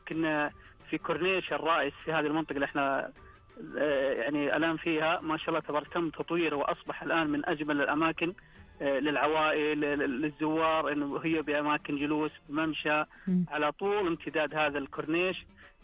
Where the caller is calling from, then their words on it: Medina, Medina Province, Saudi Arabia; أنا من المدينة المنورة.